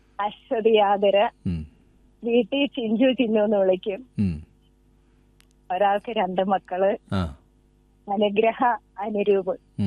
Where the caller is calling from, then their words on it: Karthikappally, Kerala, India; മഹാദേവ്ഗാഡ് Karthikappally